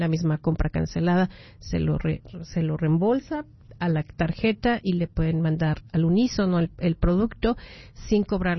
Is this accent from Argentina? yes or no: no; Mexico; yo soy mexicana y hoy juega mi México